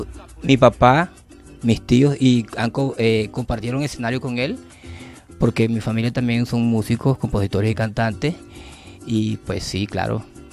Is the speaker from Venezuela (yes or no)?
yes; Calabozo, Guárico, Venezuela; Calabozo, Estado Guárico, de donde soy yo oriundo, y para mí es un orgullo pues ser de ese mismo municipio.